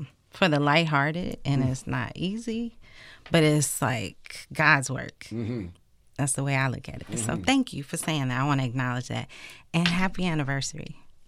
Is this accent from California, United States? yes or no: yes; Inglewood, California, United States; We're all from Inglewood, deeply rooted in Inglewood